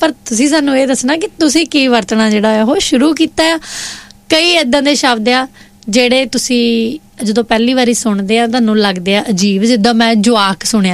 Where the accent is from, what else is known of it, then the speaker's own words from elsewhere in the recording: Punjab, India; ਮੇਰੇ ਇਲਾਕੇ ਤੋਂ ਤਾਂ ਦੁਆਬੇ ਤੋਂ ਤਾਂ ਇੱਦੀਆਂ ਵੀ ਜਿਹਦੇ ਵਿੱਚ ਆਲੂ ਪੈਂਦੇ ਉਹ ਸਬਜ਼ੀ ਆ